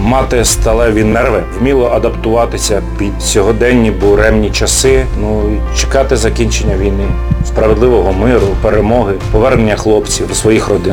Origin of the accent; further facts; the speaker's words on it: Bila Tserkva, Kyiv Oblast, Ukraine; Я родом з Білої Церкви. Там народився, там і жив до війни.